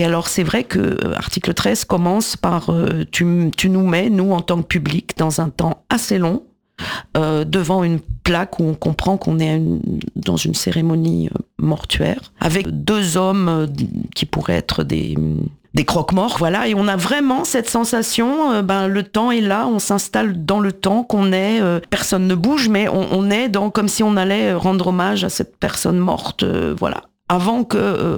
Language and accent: French; France; nous, en tant que Français blancs et économiquement viables